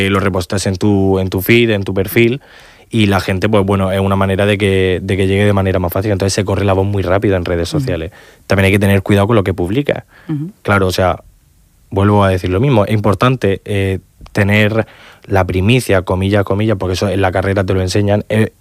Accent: Region of Murcia, Spain; Yo no soy mucho de fútbol, pero yo tiro por mi tierra, Real Murcia.

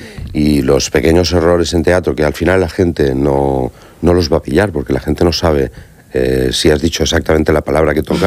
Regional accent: Alcoy, Valencian Community, Spain; born there; Bañeres, que es una ciudad que está cerquita de mi pueblo, en Alcoy.

